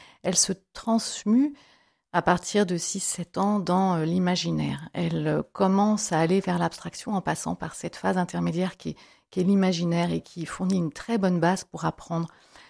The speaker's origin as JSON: {"language": "French", "region": "Grand Est", "country": "France", "also_born_or_lived": "United States", "moved": "yes", "said": "je suis issue de la Champagne et d'une famille de vignerons."}